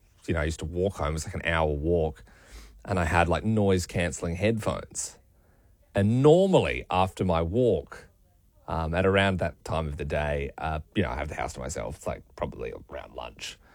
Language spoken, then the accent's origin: English; Adelaide, South Australia, Australia; moved away; also born or lived in Sydney; And we're both from Adelaide originally